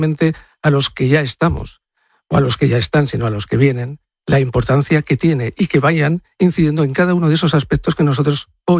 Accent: Madrid, Community of Madrid, Spain; Yo soy del pueblo de Madrid.

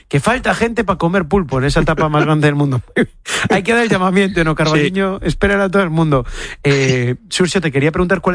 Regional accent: Ourense, Galicia, Spain; yo barro para mi tierra, La fiesta del pulpo de Ocarballiño, en Ourense

